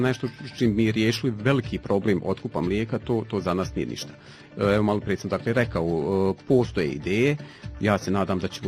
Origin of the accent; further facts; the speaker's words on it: Bosanska Krupa, Federation of Bosnia and Herzegovina, Bosnia & Herzegovina; Evo, ja sam iz Bosanske Krupe, pa putujem svaki dan iz Krupe prema Bihaću.